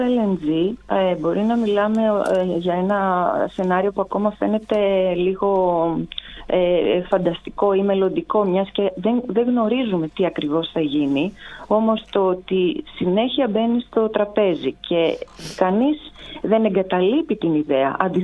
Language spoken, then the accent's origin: Greek; Piraeus, Attica, Greece; now in Volos, Greece; εγώ είμαι από τον Πειραιά και οι σχέσεις μου δεν έχουν σταματήσει με την περιοχή μου